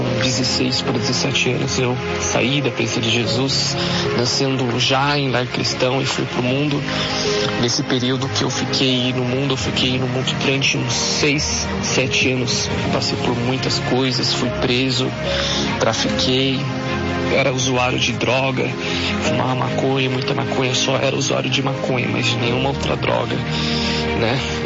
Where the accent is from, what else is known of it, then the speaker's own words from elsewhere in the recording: Mogi das Cruzes, São Paulo, Brazil; Sou daqui de Mogi das Cruzes, Jardim São Pedro.